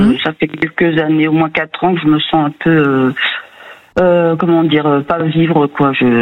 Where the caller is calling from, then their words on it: Narbonne, Occitanie, France; Je vous appelle de Narbonne.